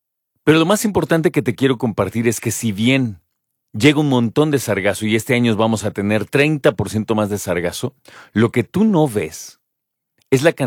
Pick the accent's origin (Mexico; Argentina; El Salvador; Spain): Mexico; A ver, yo creo que lo difícil de esto es que nosotros somos mexicanos.